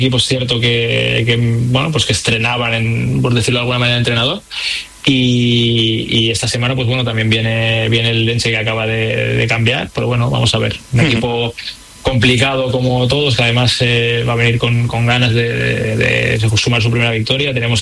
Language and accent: Spanish; Catalonia, Spain; además somos los dos catalanes y de cerca además